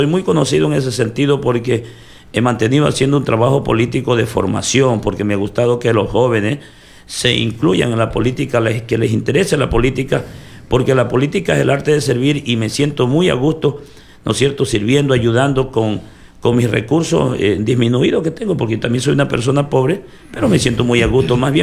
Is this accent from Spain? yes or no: no; El Guabo, El Oro, Ecuador; Sí, yo soy guabeño de corazón, siempre digo, amo a mi cantón, nacido en mi educación, en mi cantón, me he criado, jamás en la vida he emigrado